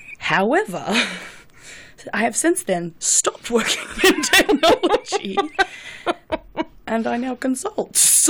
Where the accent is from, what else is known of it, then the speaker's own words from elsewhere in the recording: Australia; now in United States; Where are you from? Originally. Australia.